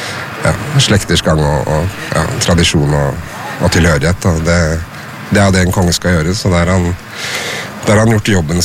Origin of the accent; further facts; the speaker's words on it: Oslo, Norway; siden jeg ikke er hjemme i Oslo, så ble det naturlig å komme hit og tenne et lys og legge ned blomster